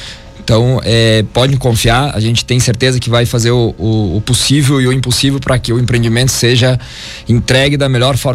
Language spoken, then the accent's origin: Portuguese; Flores da Cunha, Rio Grande do Sul, Brazil; born there; A gente nasceu em Flores da Cunha, então somos vizinhos aqui de Farroupilha.